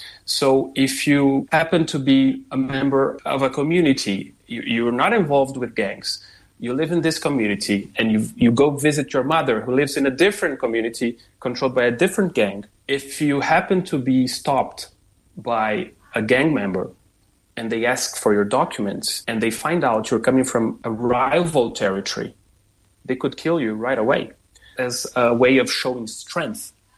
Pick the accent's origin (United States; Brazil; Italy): Brazil; English is a second language; Yeah, well, growing up in Brazil, we're kind of used to gang violence.